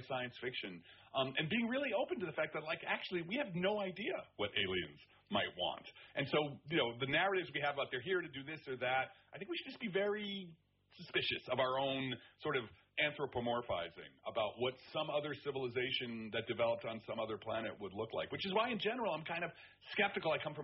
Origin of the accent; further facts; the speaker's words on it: Belleville, New Jersey, United States; go Jersey. I'm from Jersey. I'm from, like, the Newark area. I'm up from Belleville.